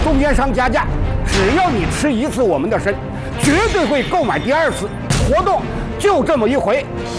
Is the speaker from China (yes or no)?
yes; Northeast China, China; 人参是我们东北一大宝，我们那有句土话说啊，一两黄金一两货。我们自己挖参也吃参，炖汤煲粥。去过我们东北的都知道，没别的，就吃人参。